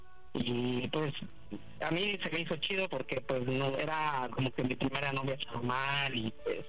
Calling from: Tlaxcala, Mexico; Aquí de Tlaxcalita la Bella y tengo 28 años

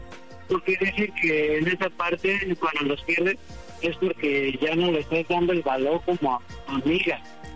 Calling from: Oaxaca, Mexico; Tengo 31 años y soy de Oaxaca.

